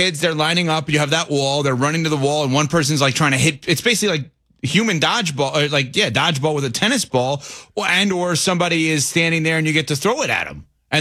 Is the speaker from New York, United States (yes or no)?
yes; New York, United States; But we both grew up in New York, CC and I, and we called it different things.